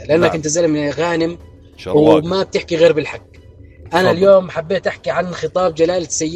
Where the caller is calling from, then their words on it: Jordan; إحنا أردني.